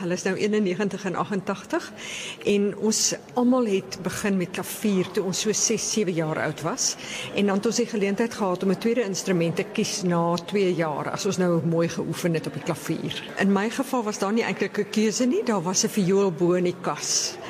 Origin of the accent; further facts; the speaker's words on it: Johannesburg, Gauteng, South Africa; Ons is van Johannesburg, eintlik aan die Wesrand het ons groot geword. My ouers het eers in Discovery gebly waar my pa predikant in Meadowlands was. En die eerste 6 jaar het ons daar gebly.